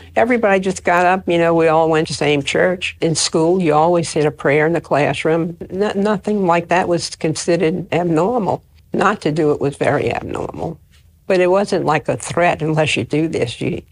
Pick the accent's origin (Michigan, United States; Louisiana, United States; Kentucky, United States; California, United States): Louisiana, United States; New Orleans; I grew up here in New Orleans, down in the Ninth Ward, which was mainly German at the time. And the church that I was baptized in is the German church. And only German was spoken in the church and the school because I had a German heritage.